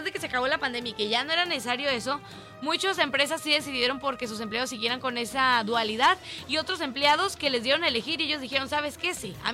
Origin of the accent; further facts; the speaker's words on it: Mexico; no hay que ocultar de dónde venimos, qué somos, nuestra forma de ser, nuestra cultura de raíces